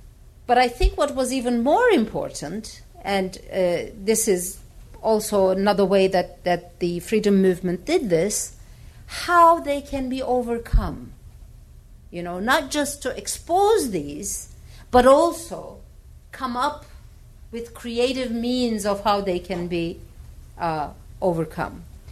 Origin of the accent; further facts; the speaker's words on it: Dersim, Tunceli Province, Turkey; and I am from Dersim